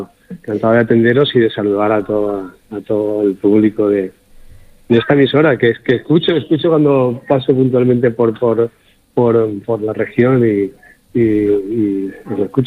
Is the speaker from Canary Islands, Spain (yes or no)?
no; Valencian Community, Spain; moved away as an adult; now in Andalusia, Spain; Soy valenciano, pero soy más casi andaluz valenciano, porque llevo más tiempo en Andalucía que en la tierra en la que nací y me formé como músico